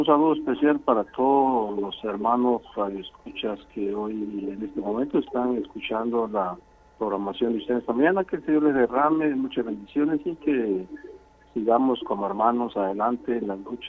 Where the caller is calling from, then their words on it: San Marcos, Guatemala; aquí en Aldea de Nizar, el municipio de Malagrán, San Marcos.